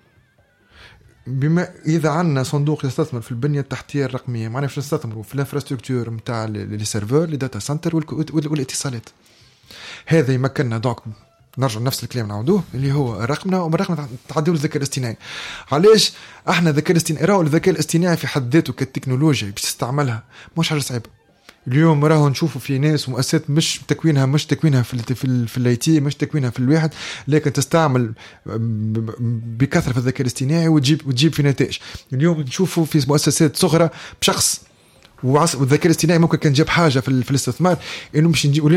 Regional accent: Tunisia; انا كمواطن تونسي نحب سياده رقميه

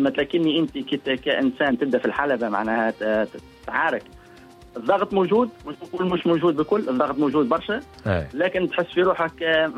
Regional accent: Tunisia; moved away; also born or lived in United Kingdom; احنا جيت من بلاد من تونس اللغة معناها ما زلت نتهام معناها منش حافظ اللغة بالباهي

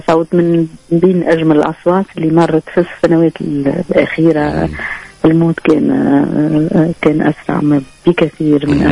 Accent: Tunisia; حتى أنا تونسي تونسي.

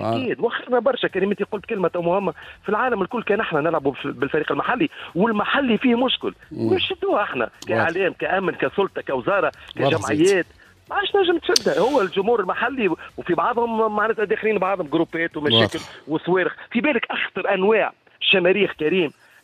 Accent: Tunisia; بلادنا تونس

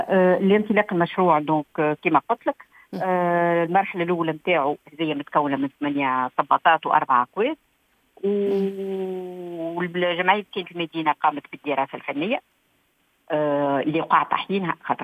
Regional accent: Tunisia; واللي هما هذوما توا بلدي تونس مشكورة

